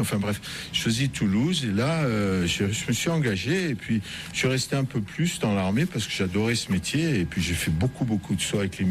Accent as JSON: {"language": "French", "town": "Oran", "region": "Oran Province", "country": "Algeria", "tie": "born there", "second_language": "French", "said": "Je suis né en Algérie à Oran."}